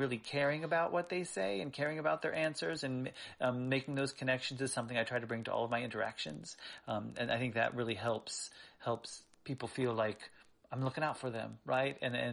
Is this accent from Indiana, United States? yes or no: yes; Indiana, United States; found out that they were married in my hometown church in central Indiana.